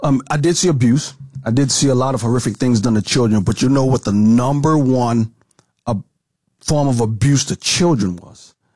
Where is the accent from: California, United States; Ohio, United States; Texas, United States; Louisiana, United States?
Louisiana, United States; New Orleans; moved away as an adult; also born or lived in Washington, D.C.; now in Chicago, United States; I'm originally not from the Chicago area. I'm from New Orleans, Louisiana. And when I got, so I went to undergrad in D.C. I came to Chicago to the Northwest Suburbs Seminary at Trinity.